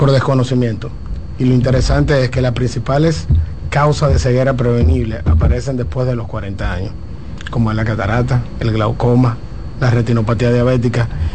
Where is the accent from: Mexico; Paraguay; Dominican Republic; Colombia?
Dominican Republic; nosotros como dominicanos